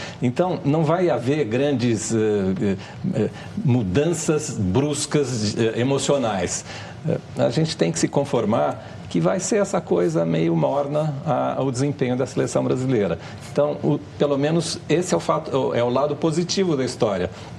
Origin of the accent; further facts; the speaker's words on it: Brazil; eu sou brasileiro, gosto muito de futebol, sou fanático por futebol